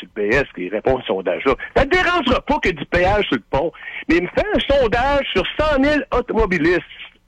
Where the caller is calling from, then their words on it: Montreal, Quebec, Canada; Moi, je suis de Montréal.